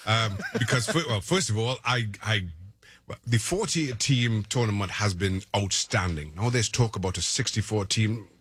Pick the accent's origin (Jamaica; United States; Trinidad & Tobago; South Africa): Trinidad & Tobago; moved away; And I'm from Trinidad. And I go every year